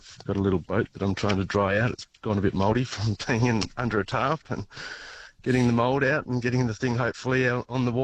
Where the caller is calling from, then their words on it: Mullumbimby, New South Wales, Australia; Bimby, main arm.